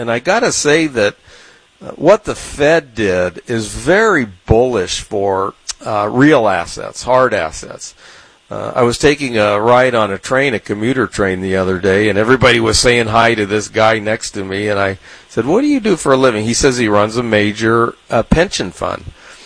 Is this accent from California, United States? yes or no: yes; San Diego, California, United States; Yeah, well, I grew up in San Diego, which obviously is a very sunny place, and spent a lot of time at the beach, body surfing, spent a lot of time fishing.